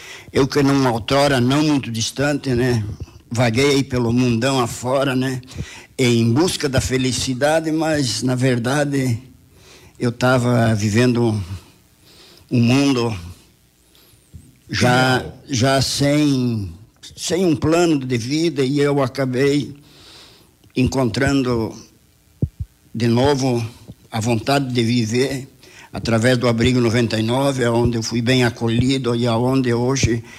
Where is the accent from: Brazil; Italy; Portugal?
Brazil; Tangará, Santa Catarina; born there; moved away; also born or lived in Blumenau; Eu sou, na verdade, eu morei em Blumenau muito tempo, mas eu sou numa cidade natural, de uma cidade, de um lugar que poucos conhecem, que se chama Marari, que é aqui perto, pertencendo no município de Tangará.